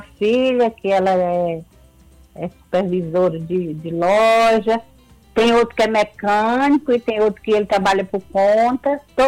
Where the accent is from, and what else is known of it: Canindé, Ceará, Brazil; born there; now in Fortaleza, Brazil